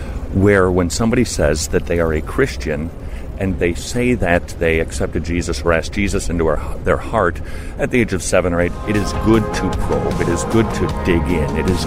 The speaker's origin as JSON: {"language": "English", "region": "Minnesota", "country": "United States", "said": "I'm from Minnesota."}